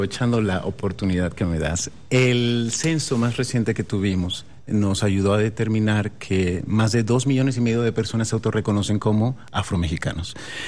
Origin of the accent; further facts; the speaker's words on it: Mexico City, Mexico; born there; soy mexicano, nacido aquí en la Ciudad de México. Mis padres son de origen panameño. Llegaron.